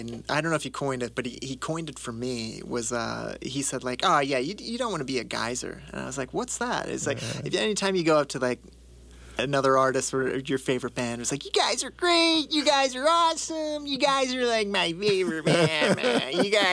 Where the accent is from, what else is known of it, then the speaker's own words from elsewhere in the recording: East Coast, United States; moved away; I grew up on the East Coast